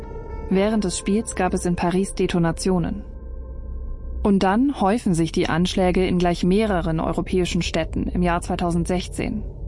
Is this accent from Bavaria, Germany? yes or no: no; Berlin, Germany; Terror. In meiner Heimatstadt Berlin.